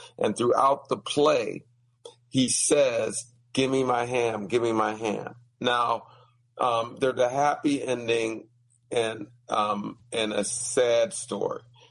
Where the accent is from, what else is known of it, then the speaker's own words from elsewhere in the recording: Pittsburgh, Pennsylvania, United States; I'm originally from Pittsburgh.